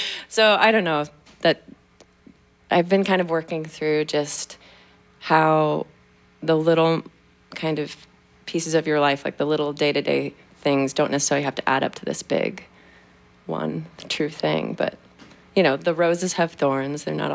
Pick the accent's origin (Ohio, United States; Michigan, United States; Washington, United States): Washington, United States; Tacoma; now in New York, United States; Yeah, so I grew up in Tacoma, Washington. I definitely grew up listening to KEXP.